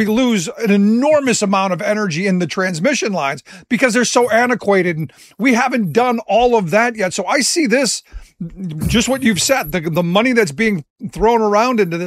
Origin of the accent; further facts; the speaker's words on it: Cleveland, Ohio, United States; I hate to cut you off, but I grew up in Cleveland.